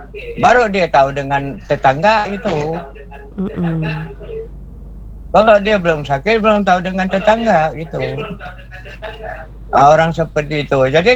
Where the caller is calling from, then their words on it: Kubu Raya, West Kalimantan, Indonesia; Di Kalbar, di Kubur Raya ini ya.